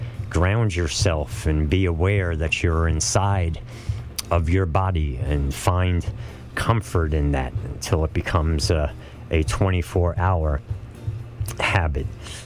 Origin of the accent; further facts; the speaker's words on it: New York City, New York, United States; I know growing up in New York City, there were over 30 humans in my age range